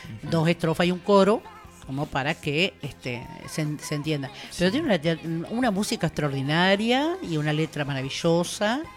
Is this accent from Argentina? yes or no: yes; Argentina; todos somos argentina, todos hablamos un mismo idioma, ¿no es cierto? Estamos en este país, somos descendientes de distintas colectividades